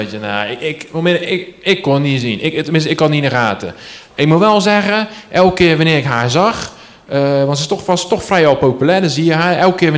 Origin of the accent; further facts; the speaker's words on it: IJsselmonde, South Holland, Netherlands; Ik kom uit IJsselmonde. Hier is je vee vandaan. Om het hoekie. Ik ben opgegroeid daar.